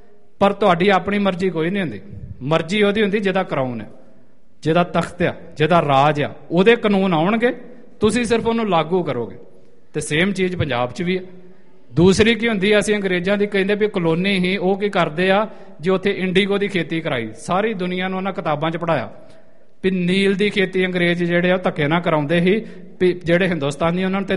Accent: Punjab, India; moved away; ਅਸੀਂ ਸਾਰੇ ਪੰਜਾਬ ਤੋਂ ਹਾਂ

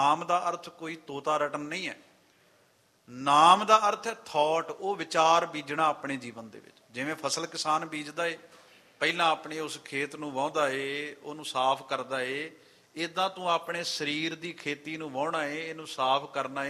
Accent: Patti, Punjab, India; ਮੈਂ ਖੁਦ ਪੱਟੀ ਦਾ ਰਹਿਣ ਵਾਲਾ।

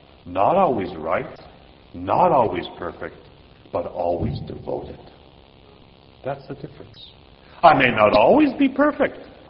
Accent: England, United Kingdom; Because I thought to myself, you know, I'm English, I can think different things.

